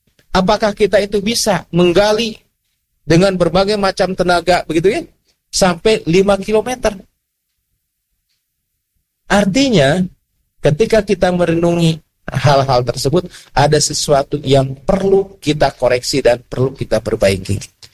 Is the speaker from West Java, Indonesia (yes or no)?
yes; Garut, West Java, Indonesia; born there; Ya, saya lahir di Garutnya.